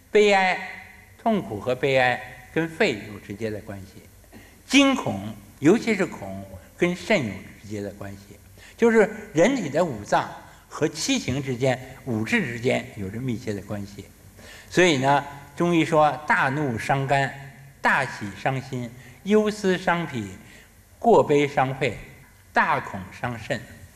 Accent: China; 我们中国人，你这边吃红烧肉，那边喝凉水，你恐怕不行

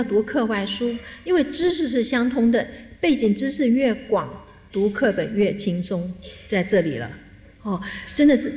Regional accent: China; 因为对我们中国人来讲，四声是语音在左脑

